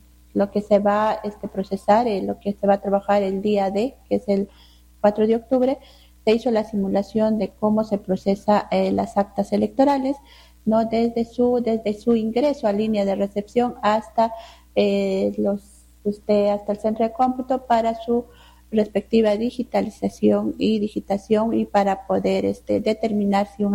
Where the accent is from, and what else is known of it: Peru